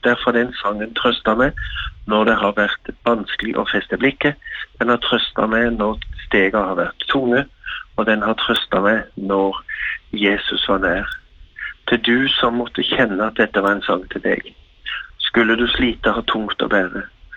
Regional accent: Sørlandet, Norway; jeg er fra Sørlandet, bor i Kristiansand

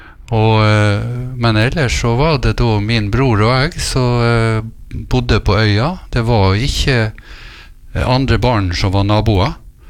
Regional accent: Lødingen, Nordland, Norway; now in Vestnes, Norway; Ja da, jeg kommer fra Lødingen kommune, Lødingen Vestbygd, og det ligger I Vesterålen region, og jeg kommer fra Øksneshamn, som helt ut på enden av kommunen.

